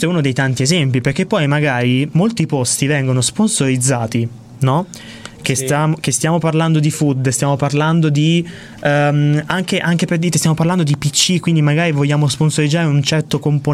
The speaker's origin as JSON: {"language": "Italian", "region": "Marche", "country": "Italy", "said": "Io, non essendo di Bologna, sono marchigiano, vivo a Porto dei Canali"}